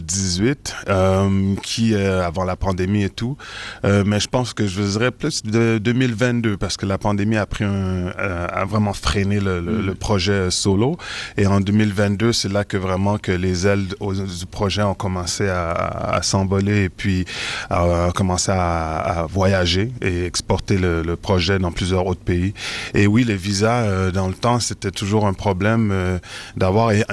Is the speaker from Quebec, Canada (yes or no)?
yes; Montreal, Quebec, Canada; born there